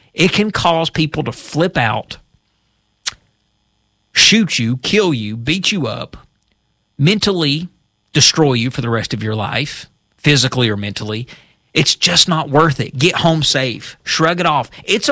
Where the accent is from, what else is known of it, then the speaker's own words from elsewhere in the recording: Kentucky, United States; Raise your hand if you survived that growing up in Eastern Kentucky. I did.